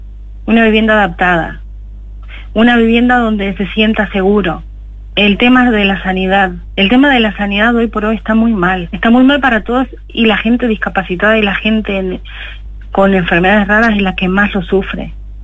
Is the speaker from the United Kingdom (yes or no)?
no; Uruguay; moved away as an adult; now in Spain; Yo soy enfermera, soy de Uruguay, hace 25 años que estoy en España.